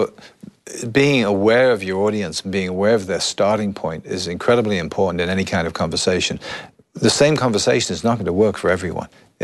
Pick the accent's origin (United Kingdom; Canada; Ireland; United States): United Kingdom; Liverpool, North West England; born or raised there; moved away